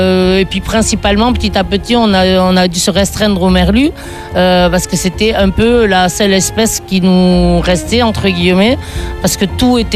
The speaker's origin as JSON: {"language": "French", "town": "Saint-Jean-de-Luz", "region": "Nouvelle-Aquitaine", "country": "France", "tie": "born there", "said": "Je suis né ici à Saint-Jean."}